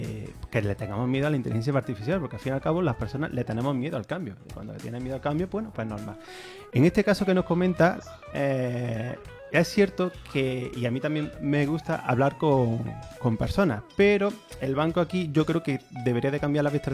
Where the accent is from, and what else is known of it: Spain